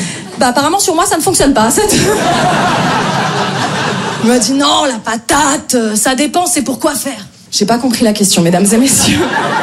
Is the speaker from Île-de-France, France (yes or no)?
yes; Paris, Île-de-France, France